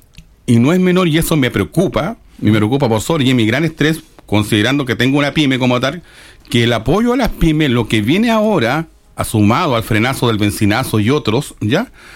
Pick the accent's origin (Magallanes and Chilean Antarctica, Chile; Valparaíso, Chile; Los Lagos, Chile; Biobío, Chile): Biobío, Chile; Concepción; Yo soy de Concepción